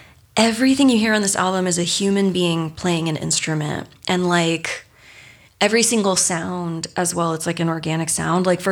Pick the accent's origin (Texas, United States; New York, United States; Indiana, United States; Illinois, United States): Texas, United States; growing up in Texas